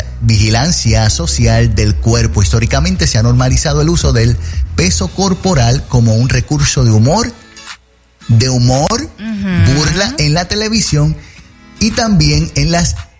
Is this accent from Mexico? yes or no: no; Puerto Rico; Yo que soy boricua